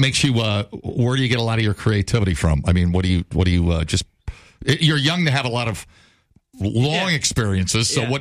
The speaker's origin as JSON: {"language": "English", "region": "Ohio", "country": "United States", "said": "Well, I'm from Ohio."}